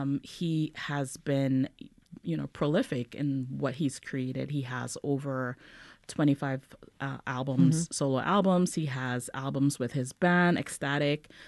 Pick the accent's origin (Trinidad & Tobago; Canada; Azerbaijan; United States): Trinidad & Tobago; I'm originally from Trinidad, yes.